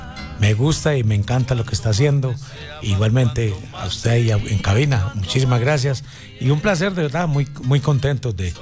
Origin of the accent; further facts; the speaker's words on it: Versalles, Valle del Cauca, Colombia; born there; moved away; also born or lived in El Cairo, Valle del Cauca / Medellín; pero muy pequeñito a mí me llevaron a Versalles.